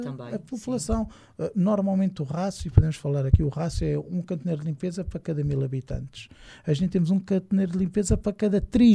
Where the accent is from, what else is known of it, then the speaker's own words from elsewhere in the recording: Fernão Ferro, Setúbal, Portugal; also born or lived in Torres Vedras; now in Quinta do Conde, Portugal; eu sinto que sou de cá, que eu vivo cá há 21 anos, mas já frequento a Quinta do Conde há muito mais anos, porque eu cresci aqui ao lado, cresci na Infernão Ferro, e sempre vim aqui à Quinta do Conde.